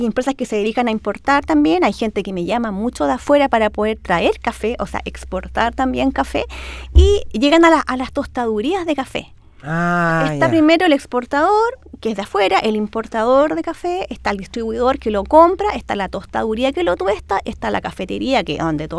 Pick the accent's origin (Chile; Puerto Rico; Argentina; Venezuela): Chile; Concepción, Biobío; born there; moved away as an adult; now in Santiago, Chile; En Concepción, casi toda mi carrera la he ejercido acá en Santiago. O sea, en Concepción yo nací, me vine a los 23, me vine para acá. Así que soy muy santiaguina. Santiaguinizada total, pero mantengo mi